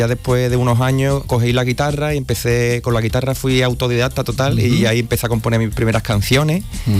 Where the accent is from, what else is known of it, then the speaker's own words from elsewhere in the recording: Coria del Río, Andalusia, Spain; Soy de Coria del Río, y cerquita.